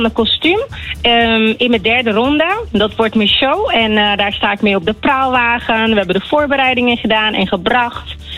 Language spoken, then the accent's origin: Dutch; Rotterdam, South Holland, Netherlands; Ja, ik ben geboren in Nederland, getogen in Rotterdam. En komen roots zijn van Curaçao en Sint Maarten.